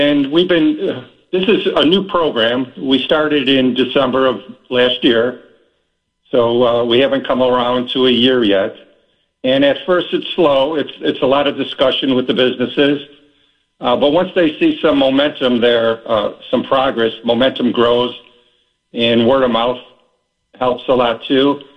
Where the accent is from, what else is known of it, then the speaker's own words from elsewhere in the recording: Chicago, Illinois, United States; moved away as an adult; now in Schiller Park, United States; I grew up in Chicago and never thought about Schiller Park at the time, but because of work, my wife found the place out here. … moved us out here over 45 years ago, and it became home